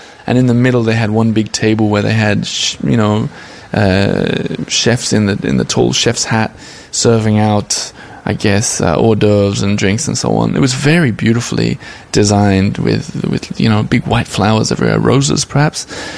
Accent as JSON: {"language": "English", "country": "Australia", "said": "similar to how I was felt a bit sort of out of place as an Australian there"}